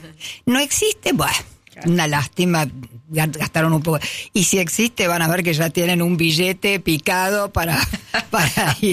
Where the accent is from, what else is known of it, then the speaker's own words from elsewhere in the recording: Argentina; Entonces, yo había pensado, digo … de la Argentina.